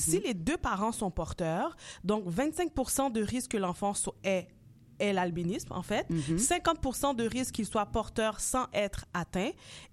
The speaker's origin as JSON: {"language": "French", "town": "Montreal", "region": "Quebec", "country": "Canada", "tie": "born or raised there", "said": "je suis toujours à Rivière."}